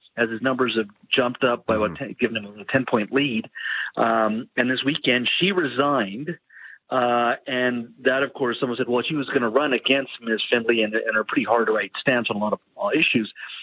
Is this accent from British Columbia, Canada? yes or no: yes; Williams Lake, British Columbia, Canada; from the interior, from a small town of Williams Lake, my hometown in the Cariboo